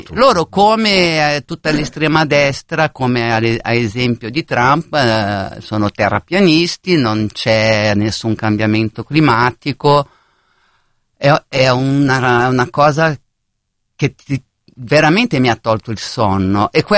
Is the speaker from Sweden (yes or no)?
no; Brazil; now in Italy